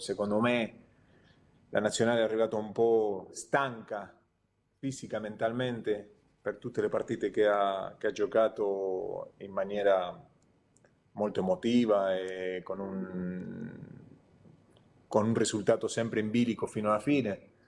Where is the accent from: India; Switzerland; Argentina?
Argentina; noi gli argentini